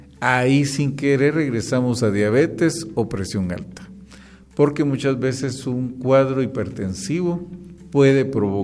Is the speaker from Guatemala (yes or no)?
yes; Guatemala; Lamentablemente, como buenos chapines, mejor la otra semana, que pase la Semana Santa.